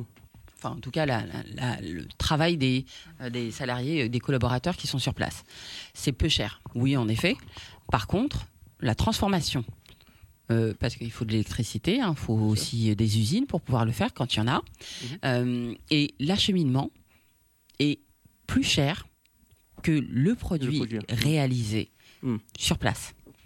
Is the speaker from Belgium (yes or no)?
no; Guadeloupe; Je suis originaire de la Guadeloupe, mais je valorise énormément les produits afro-caribéens.